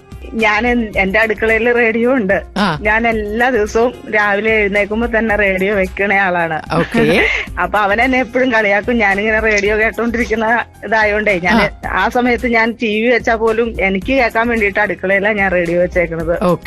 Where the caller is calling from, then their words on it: Anikkad, Kerala, India; ഞങ്ങളുടെ വീട് അനിക്കാടാണ്.